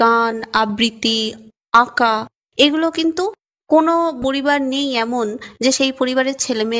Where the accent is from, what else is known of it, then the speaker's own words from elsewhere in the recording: Belpukur, West Bengal, India; আমি এই বেলপুকুর গ্রামেরই মেয়ে এবং বেলপুকুর গ্রামে আমার বিবাহ হয়েছে। পারিবারিক সূত্র থেকে মামা বাড়িটাও বেলপুকুর গ্রামে, এই গ্রামে পড়াশোনা করেছি।